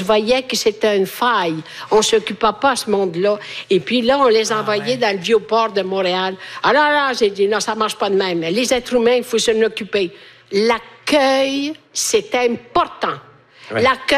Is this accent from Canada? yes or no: no; Italy; French is a second language; moved away; Chez nous, en Italie, il fait chaud.